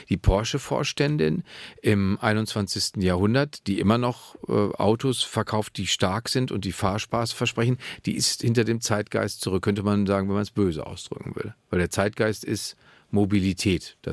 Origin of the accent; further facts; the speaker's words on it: Germany; Aber wir sind also beide Deutsche. Wir sind beide Deutsche, was sollen wir sonst machen?